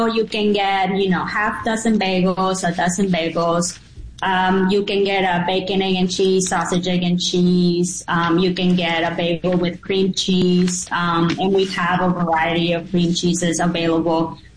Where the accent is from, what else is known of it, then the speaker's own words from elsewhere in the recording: Mexico; English is a second language; and while doing it, it just brings memories growing up in Mexico.